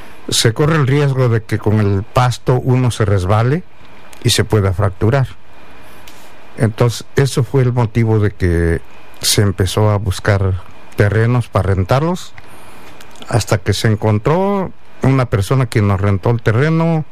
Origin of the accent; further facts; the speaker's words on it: Magdalena Jaltepec, Oaxaca, Mexico; now in Fresno, United States; aquí en Fresno, los primeros migrantes que llegaron acá fueron de mi pueblo Magdalena Jaltepec.